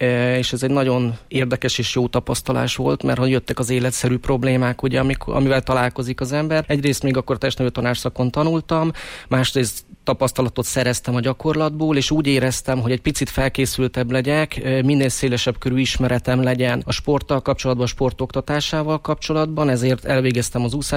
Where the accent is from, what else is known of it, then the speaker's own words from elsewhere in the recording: Balassagyarmat, Nógrád, Hungary; idén lesz a 40. Palóc triatlon Balassagyarmaton szülővárosomban.